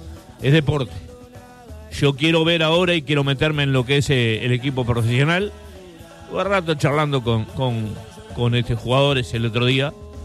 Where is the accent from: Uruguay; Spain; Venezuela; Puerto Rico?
Uruguay; Somos uruguayos